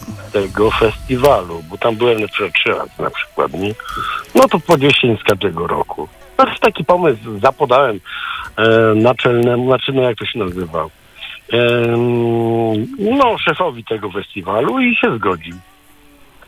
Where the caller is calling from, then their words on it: Lesser Poland, Poland; I dzwonię z Małopolski, z okolic Krakowa.